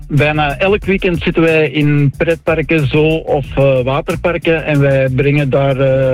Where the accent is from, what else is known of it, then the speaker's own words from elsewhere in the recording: Antwerp, Flanders, Belgium; born there; now in Kasterlee, Belgium; Ik ben geboren in Antwerpen, maar na zoveel jaar verhuisd naar Casterlee. En sinds dan ben ik eigenlijk thuis in Bobbejaanland.